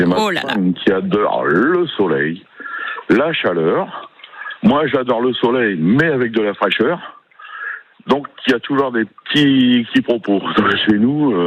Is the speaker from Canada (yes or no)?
no; Hauts-de-France, France; Et en plus, on vient de là-haut, on vient du Pas-de-Calais tous les deux, là.